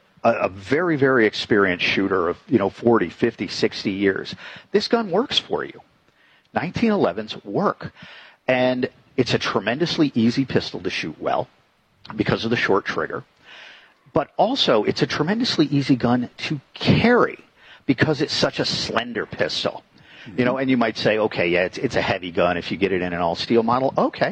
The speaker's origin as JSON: {"language": "English", "region": "Connecticut", "country": "United States", "tie": "born or raised there", "moved": "yes", "said": "I grew up in Connecticut, but I went to gun sight shortly after I moved out here to Arizona in 2003."}